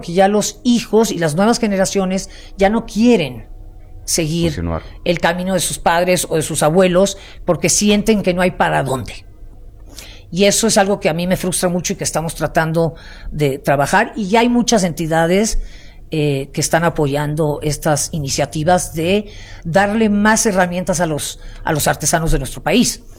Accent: Mexico City, Mexico; En mi querida Ciudad de México.

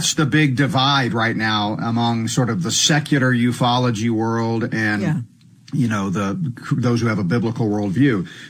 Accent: Colorado, United States; A congresswoman from my home state, Colorado, said on a podcast back in May

